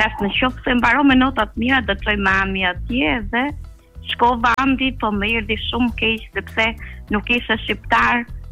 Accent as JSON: {"language": "Albanian", "town": "Krujë", "region": "Durrës County", "country": "Albania", "tie": "born there", "moved": "yes", "said": "qytetin e Krujës, qytetin tim të lindjes."}